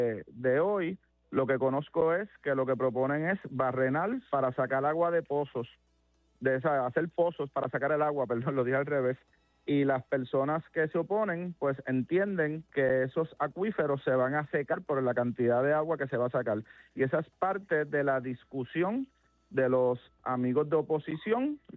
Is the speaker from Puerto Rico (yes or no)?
yes; Cabo Rojo, Puerto Rico; El candidato que uno entienda que no le ha respondido, en el caso mío, a mi pueblo, pues uno tiene que reclamarlo.